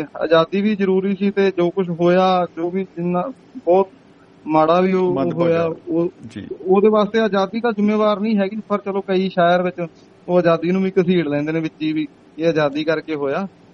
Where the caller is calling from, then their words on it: Haryana, India; ਅਸੀਂ ਤਾਂ ਹੈ ਵੀ ਹਰਿਆਣੇ ਵਾਲੇ ਆ ਹਿੰਦੀ ਵਾਲੇ ਤੇ ਸਾਡਾ ਥੋੜਾ ਜਿਹਾ ਕਲਚਰ ਵੱਖਰਾ ਹੈਗਾ ਪੰਜਾਬ ਨਾਲੋਂ